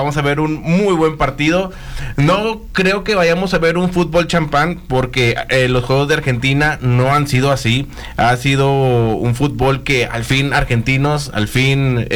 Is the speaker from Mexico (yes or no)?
yes; Mexico; los mexicanos queremos ser como los argentinos.